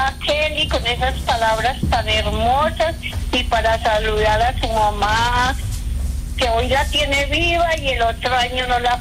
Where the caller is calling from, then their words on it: Guarne, Antioquia, Colombia; De Vegas de San Antonio.